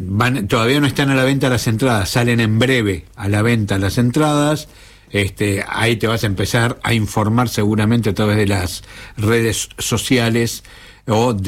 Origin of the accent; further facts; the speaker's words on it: Venezuela; para aquellos que no estamos acostumbrados a este tipo de eventos, como los venezolanos